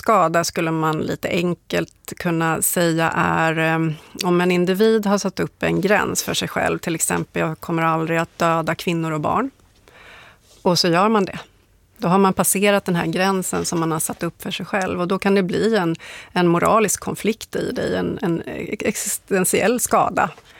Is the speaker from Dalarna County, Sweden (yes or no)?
no; Gotland, Sweden; born there; Och så växte jag upp på Gotland delvis, och då var det ju, det här var på 80-talet